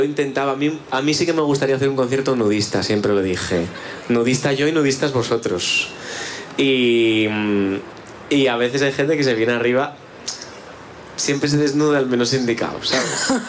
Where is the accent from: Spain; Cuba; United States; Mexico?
Spain; yo también soy maricón de España